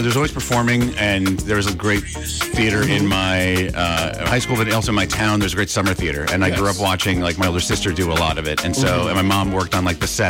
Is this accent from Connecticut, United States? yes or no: yes; West Hartford, Connecticut, United States; growing up in West Hartford, Connecticut